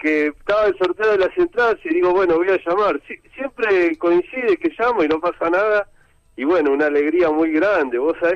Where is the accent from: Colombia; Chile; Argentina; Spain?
Argentina; Avellaneda, Buenos Aires Province